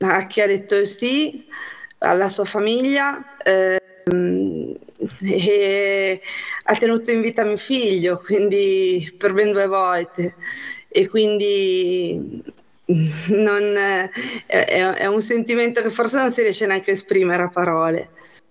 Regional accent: Liguria, Italy; diciamo che essendo liguri nuotava sempre in mare

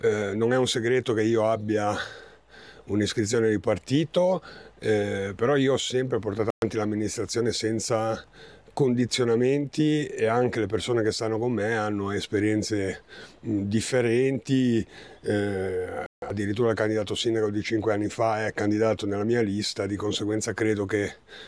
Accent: Ronco Scrivia, Liguria, Italy; io sono di Roscrivia

